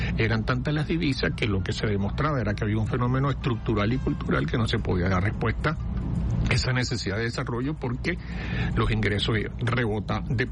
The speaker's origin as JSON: {"language": "Spanish", "country": "Venezuela", "said": "nosotros los venezolanos"}